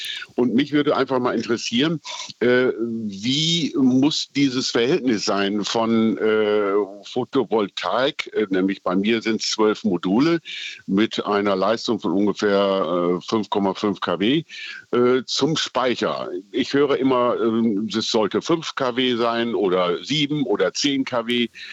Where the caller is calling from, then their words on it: Berlin, Germany; Berlin. Als Berliner